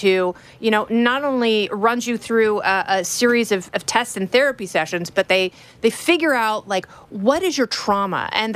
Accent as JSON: {"language": "English", "region": "Indiana", "country": "United States", "said": "Yes. I am a Hoosier."}